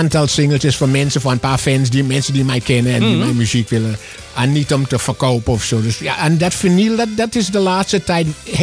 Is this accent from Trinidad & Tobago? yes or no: yes; Trinidad & Tobago; now in Netherlands; Nee, ik kom uit Trinidad en Tobago. Dat is een klein eiland, is vlakbij Jamaica.